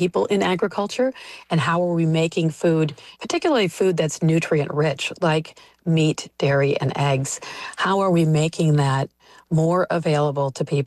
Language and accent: English; Michigan, United States; now in California, United States; I'm originally from Michigan, and I never understood how everything in California could cost so much. I've lived here for 23 years